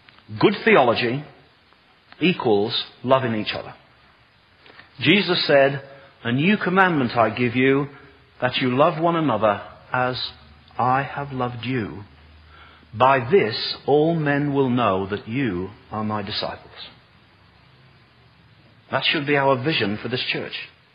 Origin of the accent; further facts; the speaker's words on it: United Kingdom; I'm typical British. My home is my castle, thank you very much.